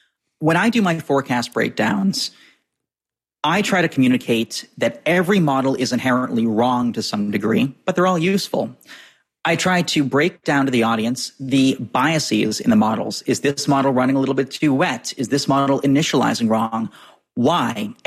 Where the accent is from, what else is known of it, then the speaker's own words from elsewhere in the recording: New England, United States; moved away as an adult; now in Washington, D.C., United States; when I grew up in New England, so I just turned 29 the other day, I grew up in New England